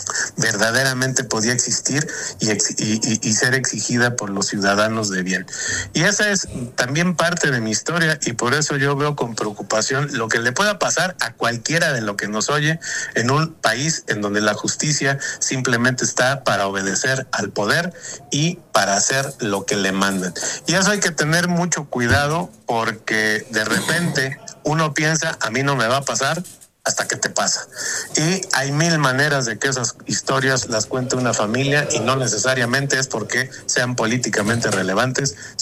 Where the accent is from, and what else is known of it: Mexico